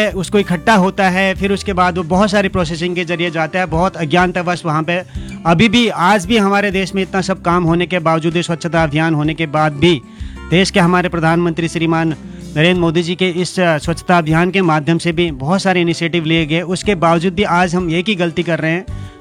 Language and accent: Hindi; Nainital, Uttarakhand, India; मैं नैनीताल का रहने वाला हूँ